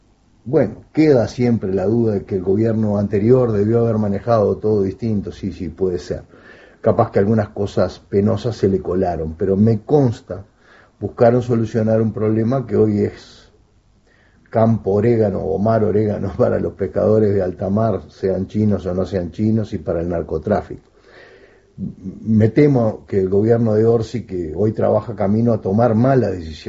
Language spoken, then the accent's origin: Spanish; Uruguay; a mí como abogado uruguayo retirado